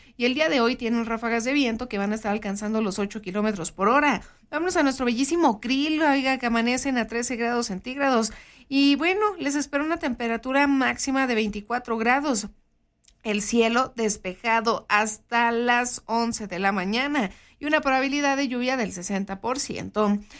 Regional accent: Guachochi, Chihuahua, Mexico; todas las personas que somos de aquí de Huachochi

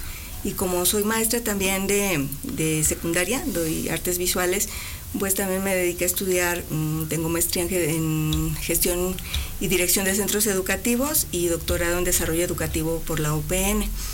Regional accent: Aguascalientes, Mexico; soy nacida en Aguascalientes, de padre zacatecano y mamá yucateca.

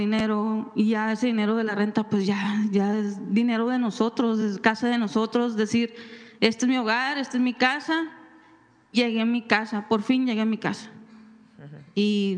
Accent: Mexico; ¿quién se iba a imaginar que nosotros como mexicanos tuviéramos una vivienda digna?

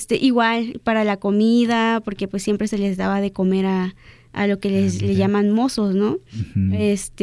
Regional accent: Mexico; El pueblo es bastante chico, mi pueblo, Arroyo de Esa. Entonces, pues todos se conocen

